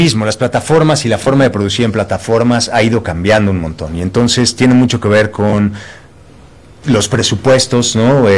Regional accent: Mexico; lo que somos como mexicanos

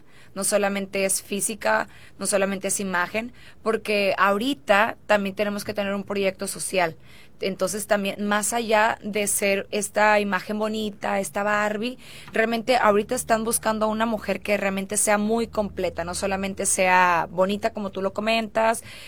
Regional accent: Sinaloa, Mexico; siendo 100% sinaloense, 100% colichi, como nos dicen.

